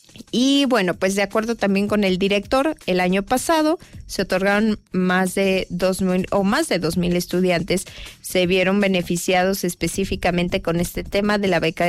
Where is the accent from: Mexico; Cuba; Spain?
Mexico